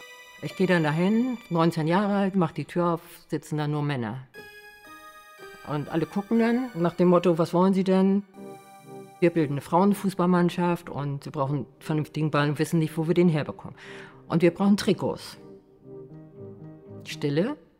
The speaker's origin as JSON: {"language": "German", "region": "Hamburg", "country": "Germany", "said": "Ich komme ja aus Hamburg"}